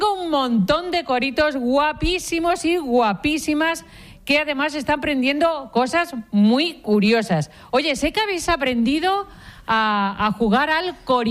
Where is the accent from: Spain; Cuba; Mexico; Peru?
Spain; Feria, Extremadura; Estamos en Feria, que por cierto es mi pueblo, lo que me llena de orgullo. Bueno, seguro que muchos conocen esta preciosa localidad de la provincia de Badajoz, famosa por su castillo, sus cuestas, sus cruces de mayo.